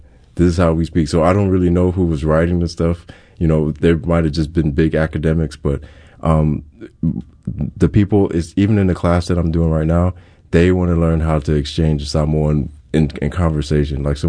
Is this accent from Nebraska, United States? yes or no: no; Hawaii, United States